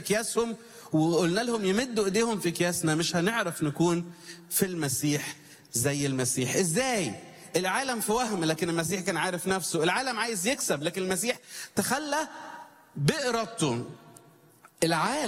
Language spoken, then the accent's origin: Arabic; Cairo, Cairo Governorate, Egypt; وأنا جاي من القاهرة